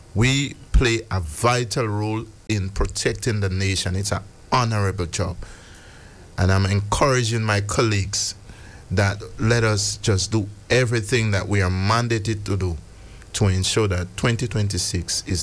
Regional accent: Trinidad & Tobago; born there; I'm Trinidadian by birth, so I'm celebrating it all around.

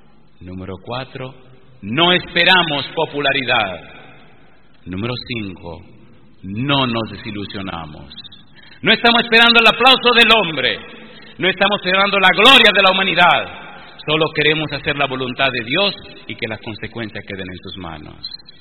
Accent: Dominican Republic

